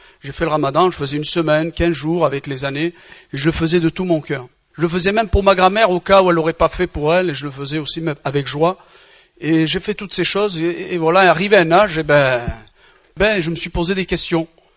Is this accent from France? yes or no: no; Batna Province, Algeria; Je suis algérien, de mère algérienne et de père algérien, des Aurès, pour ceux qui connaissent, ceux qui sont des... Je suis un berbère, un chaoui, des Aurès là-bas du côté de Betna et tout ça là-bas.